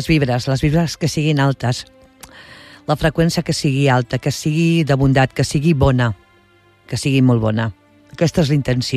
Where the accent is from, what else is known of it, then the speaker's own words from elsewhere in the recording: Barcelona, Catalonia, Spain; vaig a dir el nom de Barcelona, tal com ho diem nosaltres, la gent que som originaris del centre de Barcelona